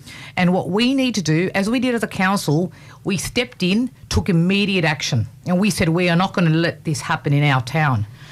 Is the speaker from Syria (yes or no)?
no; Australia; I'm a very proud Australian with Lebanese Maronite background.